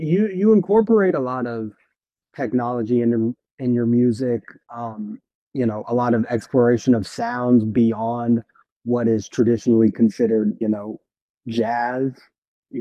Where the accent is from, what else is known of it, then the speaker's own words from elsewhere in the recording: Mississippi, United States; we're all from Mississippi Delta, and so I grew up on, you know, a lot of the deep, dirty South blues